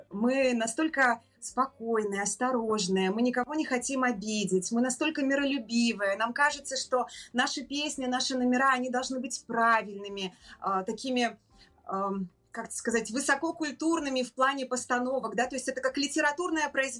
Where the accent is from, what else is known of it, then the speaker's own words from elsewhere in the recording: Belarus; мы, белорусы